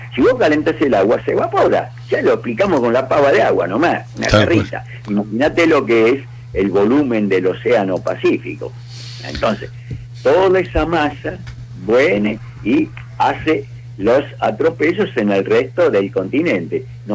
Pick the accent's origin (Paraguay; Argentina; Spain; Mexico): Argentina; somos argentinos y hablamos así.